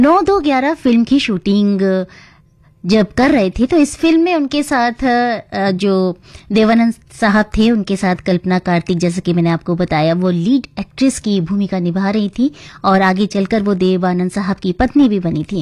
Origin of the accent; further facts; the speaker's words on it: Shivpuri, Madhya Pradesh, India; शिवपुरी इलाका शायद आपने सुना होगा, वैसे आपको बता दूं कि मेरा होम टाउन वही है